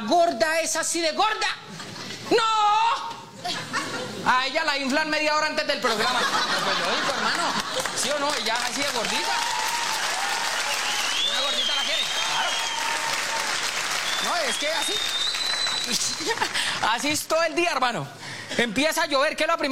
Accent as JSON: {"language": "Spanish", "region": "Santander", "country": "Colombia", "said": "soy santandereano"}